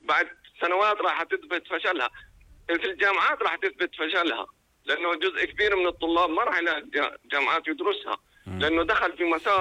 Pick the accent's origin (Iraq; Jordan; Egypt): Jordan